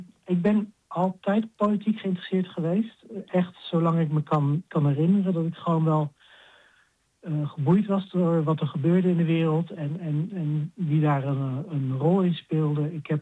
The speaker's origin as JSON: {"language": "Dutch", "town": "Sint-Michielsgestel", "region": "North Brabant", "country": "Netherlands", "tie": "born there", "said": "Ik ben geboren in Sint-Michiels-Gestel in Brabant. Maar daar woonden mijn ouders toen."}